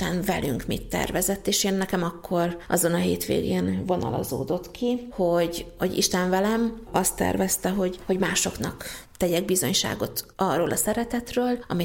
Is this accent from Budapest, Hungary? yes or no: no; Gyula, Békés, Hungary; born or raised there